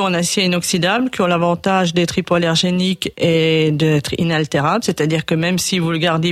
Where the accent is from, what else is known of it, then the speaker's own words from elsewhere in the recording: Grand Est, France; Je suis originaire de Chamois-l'Orgueilleux